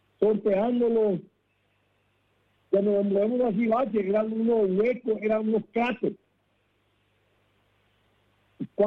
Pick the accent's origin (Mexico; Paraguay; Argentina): Paraguay; Mi querida Joaquina, como paraguayo, decirle al pueblo de Arenú que tanto ha sufrido